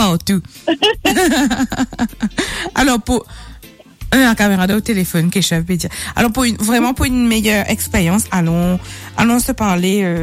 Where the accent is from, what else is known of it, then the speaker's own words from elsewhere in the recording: Curepipe, Plaines Wilhems, Mauritius; Non, c'est vrai, hein, moi, je suis née, j'ai grandi à Curepipe.